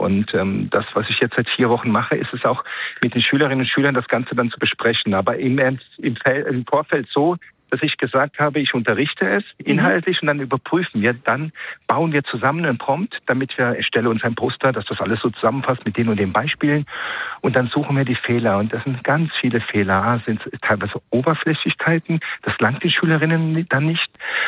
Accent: Rhineland-Palatinate, Germany; Ich komme aus Rheinland-Pfalz

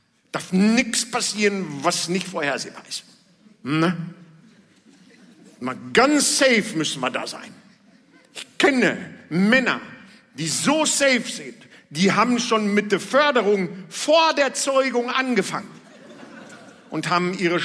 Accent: Bad Driburg, North Rhine-Westphalia, Germany; born there; Ich bin doch hier in der Ecke geboren. Einfach einmal da, halb da über den, ne? Bad Driburg. Einfach so. Ich bin einfach bei der Kartoffelernte in den Sand gefallen.

